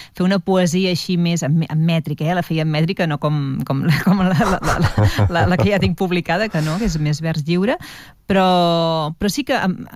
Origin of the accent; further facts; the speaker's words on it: Vilafranca del Penedès, Catalonia, Spain; also born or lived in Barcelona; jo em sento més vilafranquina que res, no? Jo veig les vinyes i ja em sento a casa. Sí. I allà vaig passar la infància fins als 18 anys, que vaig tornar a Barcelona per estudiar.